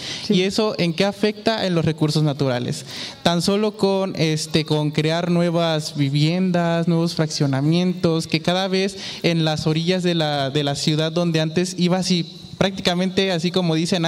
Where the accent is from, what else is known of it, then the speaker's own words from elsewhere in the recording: Xalapa, Veracruz, Mexico; Soy de aquí, de Jalapa, ¿sí? Orgullosamente jalapeño.